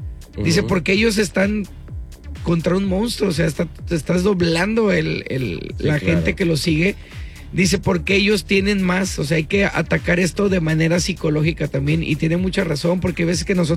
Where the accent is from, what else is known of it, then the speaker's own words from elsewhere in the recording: Mexico; porque somos mexicanos.